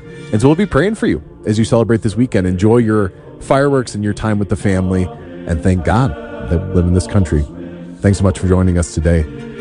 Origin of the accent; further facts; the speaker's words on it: Chicago, Illinois, United States; Well, as a Chicagoan, I appreciate that you chose mustard and not ketchup.